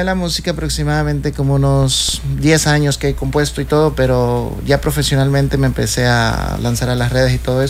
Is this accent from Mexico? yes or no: yes; Candelaria, Campeche, Mexico; soy de un pueblo que se llama Candelaria, Campeche.